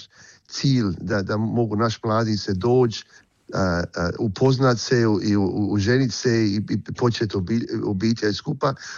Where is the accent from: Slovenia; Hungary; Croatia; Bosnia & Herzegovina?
Croatia; Sydney, New South Wales, Australia; Ja mogu ti kazati da ja sam rođen u Australiji